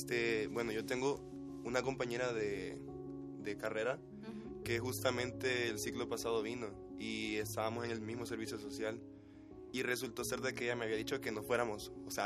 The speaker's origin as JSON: {"language": "Spanish", "country": "El Salvador", "moved": "as an adult", "lives_now": "Puebla, Mexico", "said": "tampoco es como allá que nuestro país es muy pequeño"}